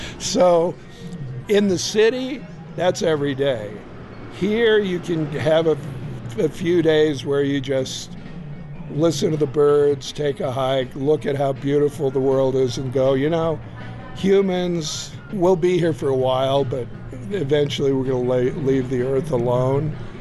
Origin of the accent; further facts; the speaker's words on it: Iran; moved away; I'm an expat. I grew up in Iran.